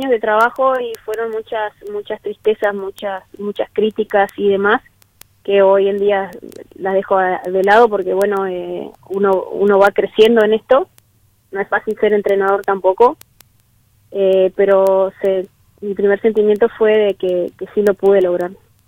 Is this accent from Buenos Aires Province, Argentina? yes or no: no; Corrientes, Argentina; moved away; Yo soy de Corrientes